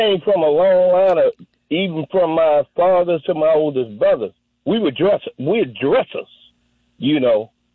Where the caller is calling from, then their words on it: Baltimore, Maryland, United States; I'm calling from Baltimore. East.